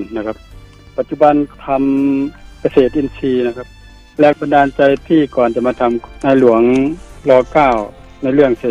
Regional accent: Amnat Charoen, Thailand; เป็นคนที่อำนาจเจริญโดยตรงเลยเกิดที่อำนาจเจริญตั้งแต่จังหวัดอำนาจเจริญยังนั้นเป็นจังหวัดยังเป็นอำเภออยู่

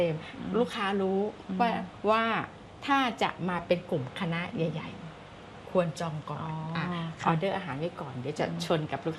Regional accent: Isan, Thailand; now in Ubon Ratchathani, Thailand; เราเป็นคนอีสานนะคะ

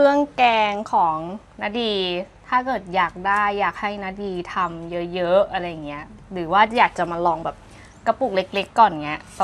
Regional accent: Phra Nakhon Si Ayutthaya, Thailand; เราเป็นคนอยุธยาเราเป็นคนภาคกลาง

